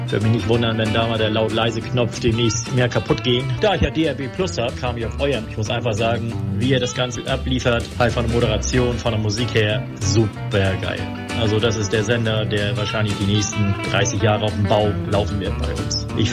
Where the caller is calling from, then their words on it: Schleswig-Holstein, Germany; Ich komme aus der Nähe von Büsum.